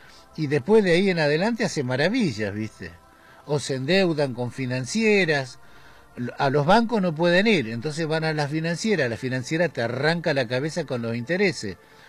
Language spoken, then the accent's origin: Spanish; Neuquén, Argentina; cómo estamos viviendo los argentinos, los neuquinos en general.